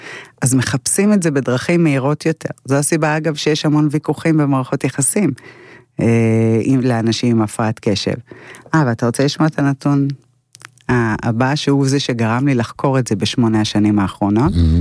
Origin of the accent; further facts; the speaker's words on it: Tiberias, Northern District, Israel; גדלתי בתבריה של שנות ה-80